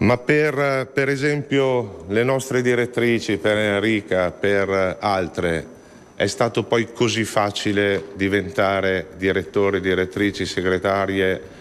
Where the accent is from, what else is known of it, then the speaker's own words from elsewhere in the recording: Emilia-Romagna, Italy; sono emiliano romagnolo e per me è fondamentale